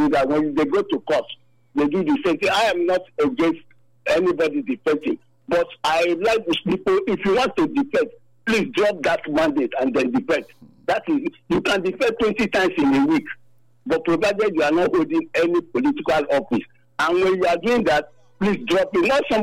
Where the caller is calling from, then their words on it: Nigeria; I'm calling from Ogbesa community.